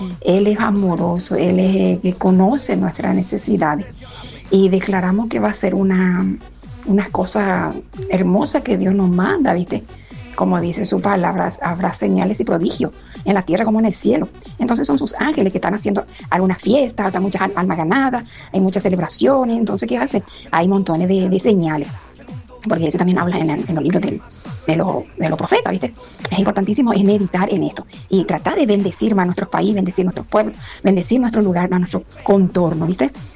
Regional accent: Formosa, Argentina; un abrazo, soy de Formosa

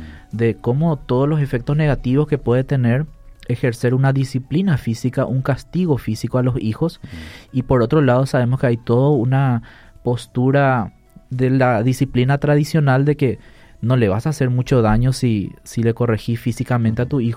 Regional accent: Paraguay; first language Guarani; Spanish is a second language; nuestra lengua materna, que es el guaraní.

